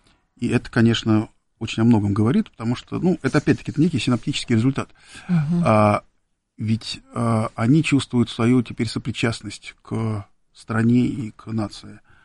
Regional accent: Abramtsevo, Moscow Oblast, Russia; у нас на даче, где мы выросли, была в Абрамцево, и мы довольно часто ездили тогдашний Загорск.

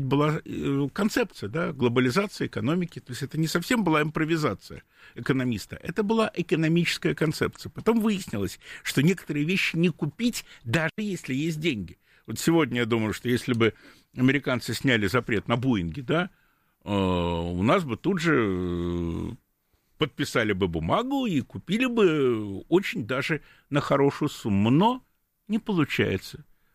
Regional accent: Belarus; говорила, что мы, белорусы, сыр нормальный сварить не можем

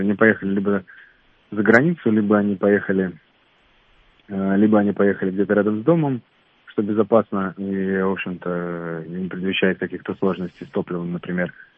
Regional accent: Crimea, Ukraine; Я сначала первую мысль поддержу как крымчанин родом оттуда, что сегодня Крым как был, так и остается территорией, куда ехали с мамой, с бабушкой, с папой с незапамятных времен.

